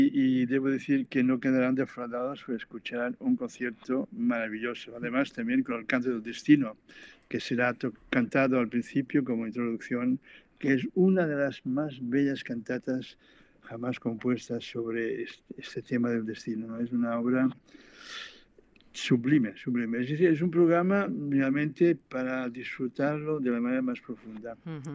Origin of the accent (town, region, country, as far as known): Catalonia, Spain